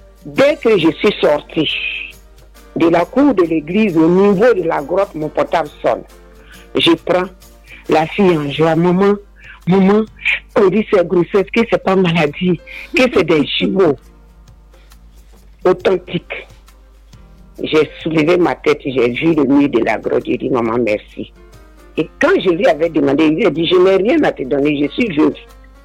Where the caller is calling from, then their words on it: Abidjan, Côte d’Ivoire; Je vous appelle de Niangon